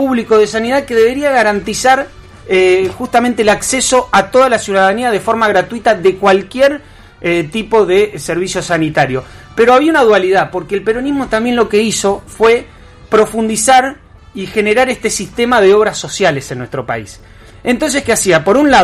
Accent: Argentina

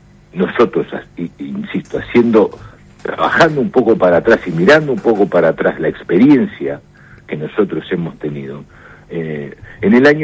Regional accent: Rafaela, Santa Fe, Argentina; yo vengo de Rafaela, trabajé mucho tiempo en la municipalidad de Rafaela.

